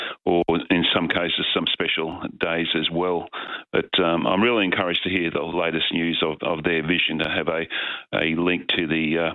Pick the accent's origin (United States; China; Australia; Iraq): Australia; Brisbane, Queensland; I grew up in Chermside at the end of the tramway terminus there, so I've got some history and memories as well.